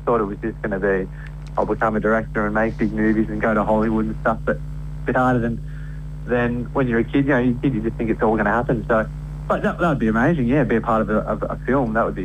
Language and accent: English; Torquay, Victoria, Australia; I'm from Torquay my whole life. But I'm the worst at any balance sport, so skating. Which is huge in Torquay.